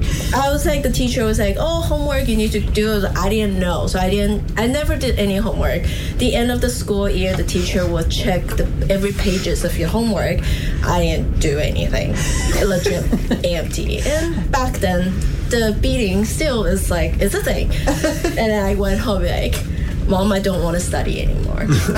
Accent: Taiwan; moved away; All right, so, well, I'm from Taiwan

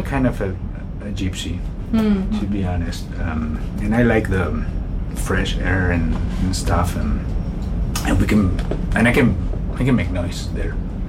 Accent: Spain; moved away; I was born. I mean, I'm from Spain, but I am from Mediterranean. See, that's where I consider myself more Mediterranean than Spaniard, to be honest.

